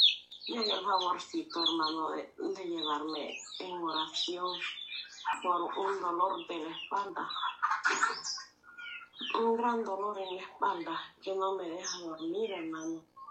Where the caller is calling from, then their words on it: Chalchuapa, Santa Ana, El Salvador; soy de aquí de Chalchuapa, El Salvador.